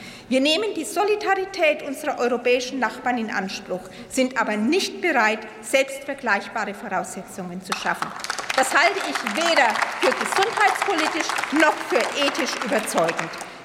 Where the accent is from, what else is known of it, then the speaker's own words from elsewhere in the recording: Königshofen, Germany; Zum Beispiel an Tobias Werner aus meiner Heimat in Königshofen, der seit 5 Jahren auf eine Lunge wartet.